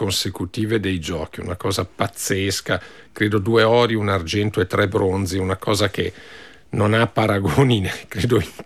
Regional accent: Bolzano, Trentino-Alto Adige, Italy; io non gli ho detto che sono di Bolzano

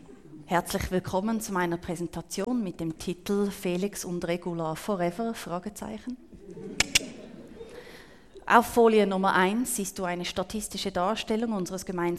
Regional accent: Switzerland; Ich bin ja halb Schweizerin.

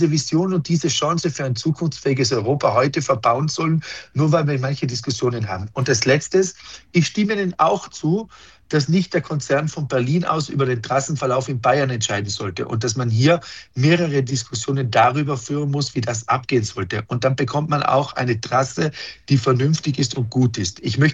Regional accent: Puster Valley, Trentino-Alto Adige, Italy; ich komme aus dem Pustertal mit 80.000 Einwohnern

